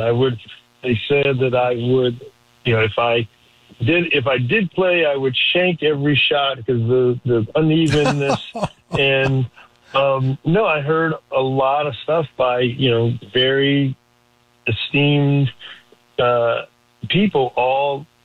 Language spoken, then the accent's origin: English; Chicago, Illinois, United States; Well, I think now from my hometown, I know Chicago.